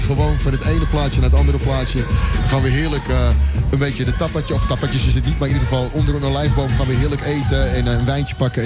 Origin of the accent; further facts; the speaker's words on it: Amsterdam, North Holland, Netherlands; born there; now in Lelystad, Netherlands; Dit is wel mijn stad. Ik ben geboren in Amsterdam. Mijn hart en nieren liggen daar in principe. Maar ik ben heel blij dat ik in Lelystad woon.